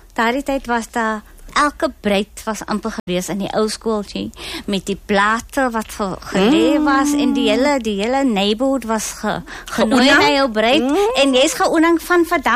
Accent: Cape Town, Western Cape, South Africa; Ek het opgegroei in die Boekaap. School gegaan by Scotches Kloof in Vista. En getrouwd, kinders gehad, Boekaap verlaat en weer terug Boekaap toe. Nou is ek elke dag daar.

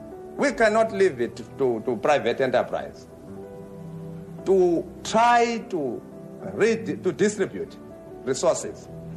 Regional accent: Stellenbosch, Western Cape, South Africa; I have got a Capetonian background as well. I grew up in Stellenbosch and I enjoyed my stay there for a long time.

